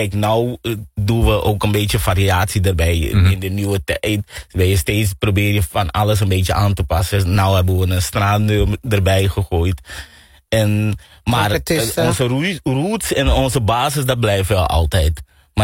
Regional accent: Suriname

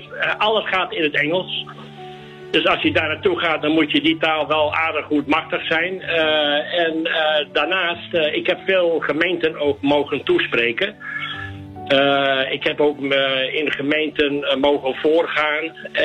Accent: Netherlands; En daar werd voor ons als Nederlanders een lied gezongen.

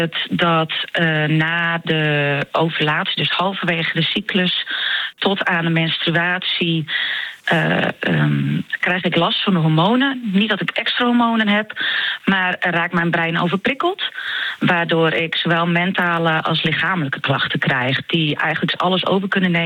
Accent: Harlingen, Friesland, Netherlands; moved away as an adult; now in Langweer, Netherlands; Ik ben zelf geboren in Harlingen.

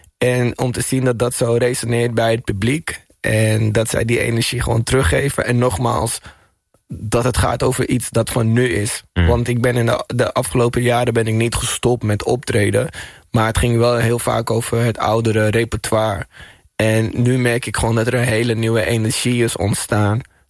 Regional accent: Amsterdam, North Holland, Netherlands; Slotermeer is net buiten de ring, maar je merkt al dat het dat daar ook al wel een hele grote.

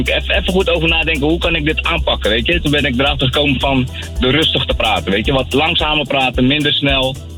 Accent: Suriname; now in Netherlands; toen ik voor het eerst in Nederland kwam, zeg maar. Ja, had ik best wel moeite met de taal. Ik kom uit Suriname, daar spraken we ook Nederlands, maar het is toch anders.

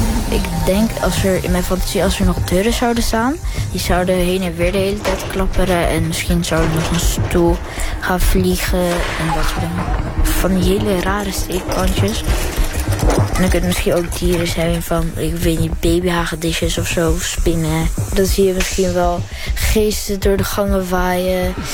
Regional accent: Netherlands; born there; Ja, ik ben geboren in Nederland en mijn ouders komen uit Marokko. En ook al woon ik hier, ben ik wel gewoon helemaal Marokkaans.

